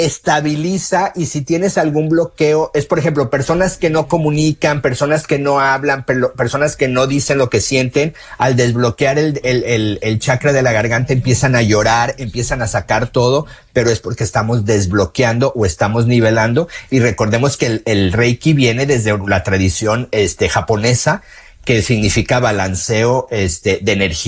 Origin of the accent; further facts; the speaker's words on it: Mexico; moved away; las personas que venimos de México